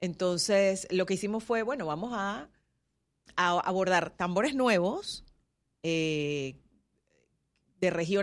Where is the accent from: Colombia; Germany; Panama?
Panama